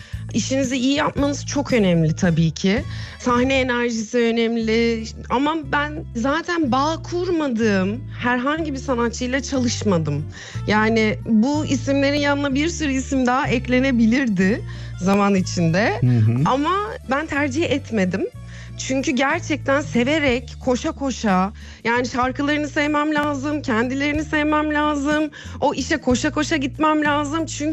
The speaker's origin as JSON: {"language": "Turkish", "region": "Istanbul", "country": "Turkey", "tie": "born or raised there", "said": "İstanbul'da yaşıyorum ben. Her zaman burada yaşadım. Doğma büyüme İstanbulluyum."}